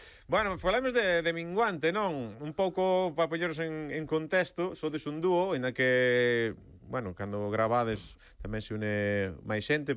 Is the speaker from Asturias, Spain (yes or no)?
no; Galicia, Spain; pero vendes do, da miña terra, do Valde Barcala.